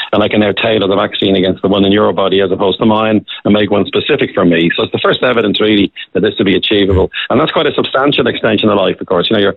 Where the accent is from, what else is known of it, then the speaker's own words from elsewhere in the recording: Ireland; And they're all talking about … to me, given that I'm from Ireland.